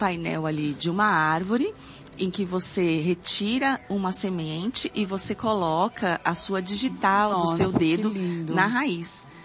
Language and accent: Portuguese; Rio de Janeiro, Brazil; Sou do Rio de Janeiro